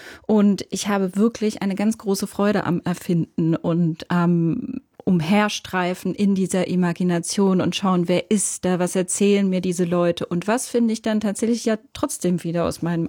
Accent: Switzerland; first language Swiss German; German is a second language; dass meine Muttersprache der Dialekt, also das Schweizerdeutsche ist

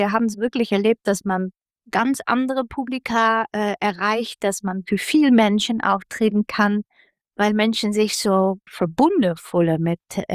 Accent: Netherlands; now in Germany; Ich glaube, es ist ein sehr großes Privileg gewesen, dass wir diese Zeit in Jena hatten. Wir kommen aus den Niederlanden, wo wir auch frei produziert haben.

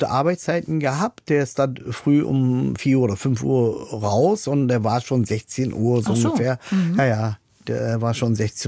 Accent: Berlin, Germany; aufgewachsen bin ich in Berlin-Kreuzberg, Oberkrankenhaus geboren. Meine Eltern sind ja dann eingezogen von Türkei nach Deutschland halt und die Anlaufstelle war halt Berlin-Kreuzberg.

